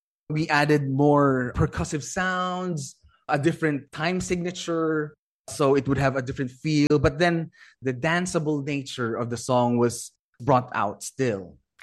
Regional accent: Lucena City, Quezon, Philippines; a choir from my hometown, Lucena City.

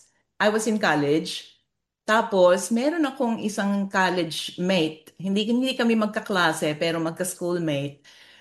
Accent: Mandaluyong, Metro Manila, Philippines; Eh, taga Mandaluyong po ako at nasa karuhatan ng FEBC.

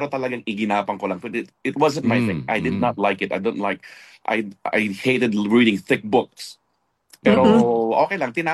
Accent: Urdaneta, Ilocos Region, Philippines; also born or lived in Manila, Philippines; now in United States; Sa Pilipinas po. Doon sa Pangasinan, I went to school in Urdaneta City.

